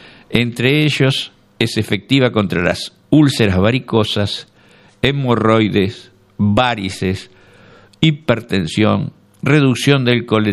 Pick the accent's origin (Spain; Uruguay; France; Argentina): Argentina